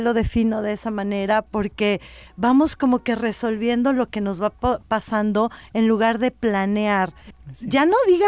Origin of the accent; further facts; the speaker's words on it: Mexico; yo soy mexicana, estoy súper orgullosa de lo que somos.